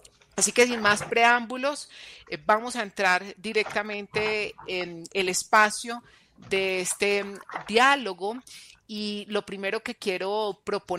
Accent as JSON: {"language": "Spanish", "country": "Colombia"}